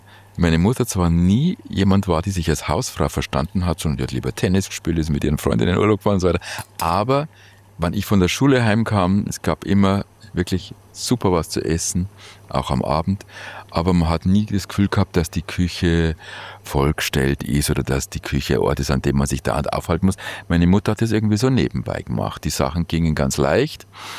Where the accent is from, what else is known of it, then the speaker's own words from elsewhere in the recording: Bavaria, Germany; Typisch bayerisch an mir ist sicherlich der Dickschädel, an dem manches Orchester schon verzweifelt ist.